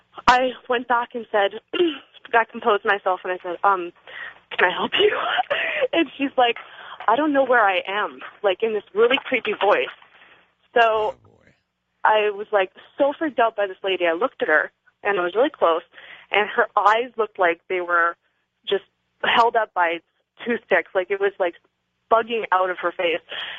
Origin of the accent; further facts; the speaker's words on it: Victoria, British Columbia, Canada; moved away as an adult; now in Austin, United States; I am living in Austin, Texas right now. … And I am from Victoria, B.C., Canada, originally.